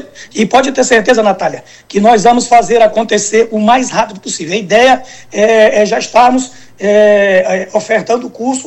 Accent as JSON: {"language": "Portuguese", "region": "Maranhão", "country": "Brazil", "said": "eu sou maranhense na veia."}